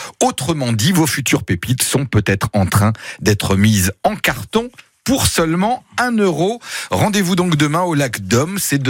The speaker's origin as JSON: {"language": "French", "region": "Centre-Val de Loire", "country": "France", "said": "chez nous en Touraine"}